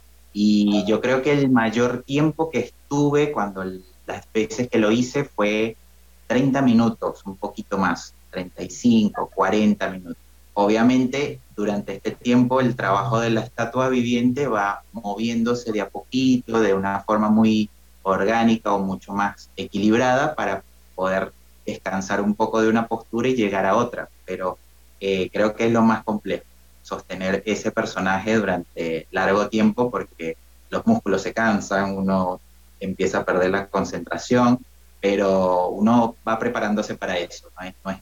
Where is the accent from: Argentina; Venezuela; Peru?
Venezuela; born there; moved away; en mi país donde nací, en Venezuela, soy venezolano.